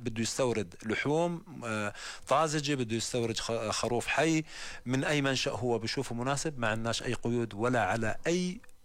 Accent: Jordan; وإحنا عندنا بالأردن مش متعودين نتقبل ارتفاع أسعار اللحوم

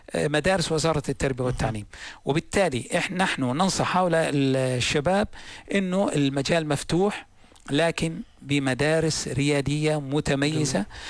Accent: Jordan

